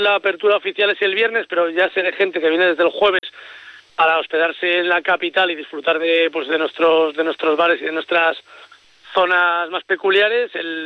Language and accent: Spanish; Albelda de Iregua, La Rioja, Spain; Es donde me he criado yo, Albelda Iregua, mi pueblo